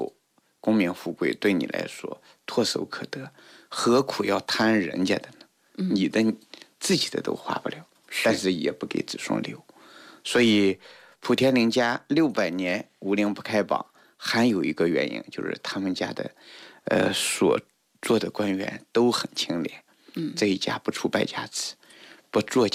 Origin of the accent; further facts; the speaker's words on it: China; 我们中国人也是特别热衷于通过学习而去从政，